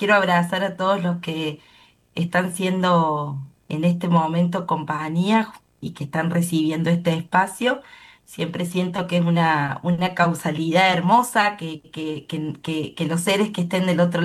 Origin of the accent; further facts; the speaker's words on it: Deán Funes, Córdoba, Argentina; Vengo de Dian Funes, que es el norte de la provincia de Córdoba, una cuna de artistas maravillosos